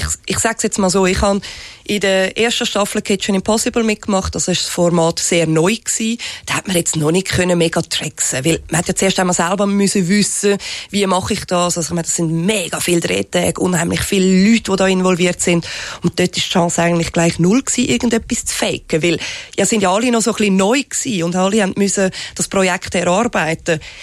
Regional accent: Switzerland; first language Swiss German; now in Germany; Aber es ist auch jetzt gerade für mich unheimlich entspannend, Schweizerdeutsch zu reden. Weil das ist meine Muttersprache und nicht Hochdeutsch. Und das Schlimme ist halt einfach, ich bin in Deutschland immer ein Ausländer und in der Schweiz mittlerweile der Fremdgeher.

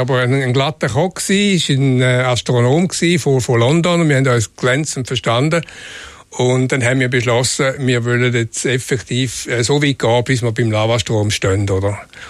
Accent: Switzerland; Aber natürlich an sich als Schweizer ist es nicht gerade naheliegend

